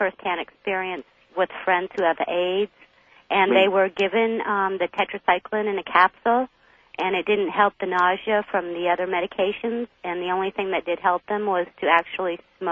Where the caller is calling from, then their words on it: San Diego, California, United States; Hi, this is … from San Diego.